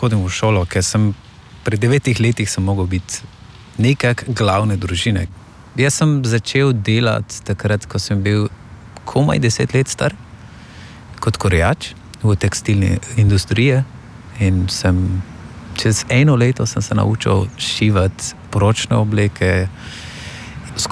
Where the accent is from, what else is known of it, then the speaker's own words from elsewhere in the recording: Afghanistan; Slovenian is a second language; also born or lived in Iran / Turkey / Greece; now in Slovenia; prihajam iz Afganistana in sem 23 let star.